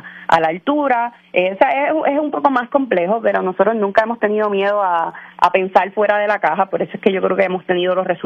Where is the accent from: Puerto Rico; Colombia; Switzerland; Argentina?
Puerto Rico